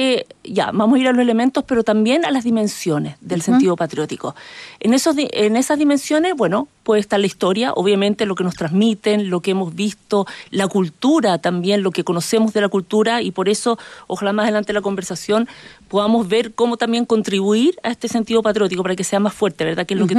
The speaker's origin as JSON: {"language": "Spanish", "country": "Chile"}